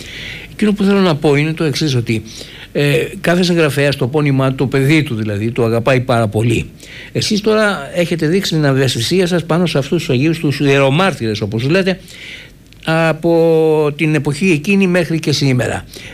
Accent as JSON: {"language": "Greek", "area": "Zakynthos", "region": "Ionian Islands", "country": "Greece", "tie": "born or raised there", "said": "από τη Ζάκυνθο που είναι η ιδιαίτερη πατρίδα μου"}